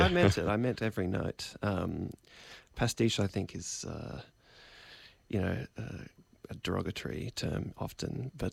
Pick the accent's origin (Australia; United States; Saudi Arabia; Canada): Australia; Melbourne, Victoria; I'm from Melbourne, more or less.